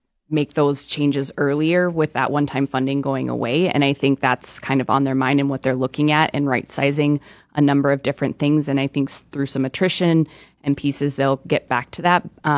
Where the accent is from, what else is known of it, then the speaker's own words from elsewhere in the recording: Tulare, South Dakota, United States; moved away as an adult; now in Fargo, United States; I grew up in South Dakota, so Tulare.